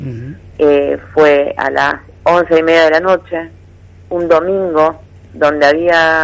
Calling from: Santo Tomé, Santa Fe, Argentina; Yo vivo en Santo Tomé

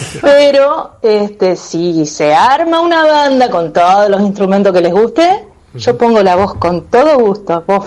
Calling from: Santa Fe, Argentina; Hola chicos, ¿cómo están? … del Barrio Centro.

